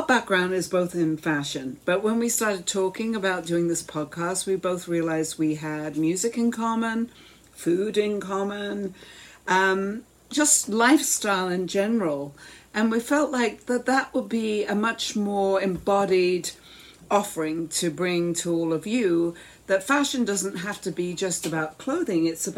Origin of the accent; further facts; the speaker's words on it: England, United Kingdom; So I grew up in England, and I made Dolly's clothes when I was little.